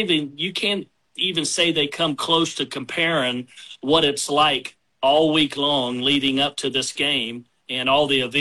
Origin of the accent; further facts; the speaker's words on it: Midwest City, Oklahoma, United States; as a little kid growing up in Midwest City with obviously my brother Mike, sister Carrie, mom and dad.